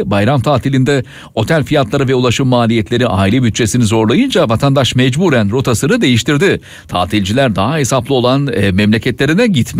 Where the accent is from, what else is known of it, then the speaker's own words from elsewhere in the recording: Konya, Turkey; now in Istanbul, Turkey; İstanbul'dan Konya'ya, memleketime otobüsle gideyim diyorsam